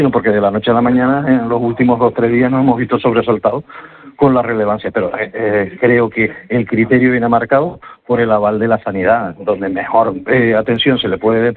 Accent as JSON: {"language": "Spanish", "region": "Canary Islands", "country": "Spain", "said": "yo me siento muy canario"}